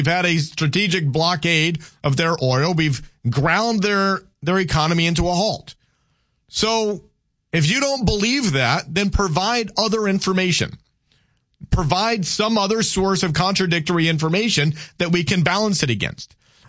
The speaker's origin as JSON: {"language": "English", "country": "United States", "said": "we got to get out of this stupid habit as Americans of playing team politics"}